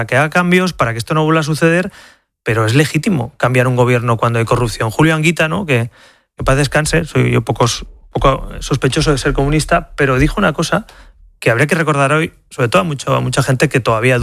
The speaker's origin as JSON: {"language": "Spanish", "country": "Spain", "said": "Como español, si te doy mi opinión, creo que hay que buscar todos los mecanismos para que esto no se alargue demasiado."}